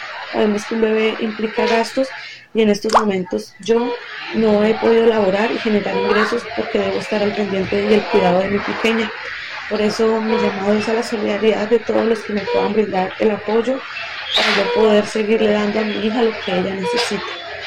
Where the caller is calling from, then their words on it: Tame, Arauca, Colombia; vivo en el municipio de Tania, Arauca